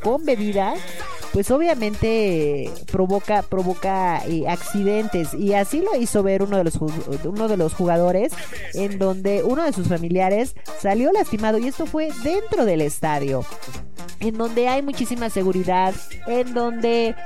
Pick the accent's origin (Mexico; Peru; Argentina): Mexico; No, eso no es parte del festejo, ni nos identifica como mexicanos.